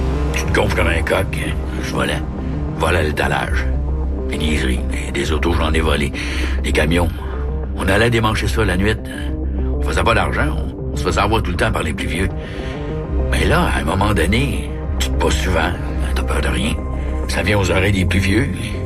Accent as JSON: {"language": "French", "town": "Quebec City", "region": "Quebec", "country": "Canada", "tie": "born or raised there", "said": "Je suis pas venu au monde croche, tabarnak. J'ai été élevé à Saint-Roch, j'étais à Limoilou, y avait rien."}